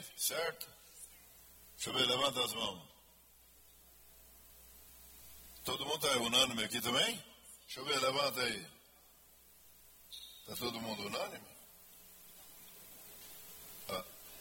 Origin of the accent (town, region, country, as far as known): Goiás, Brazil; moved away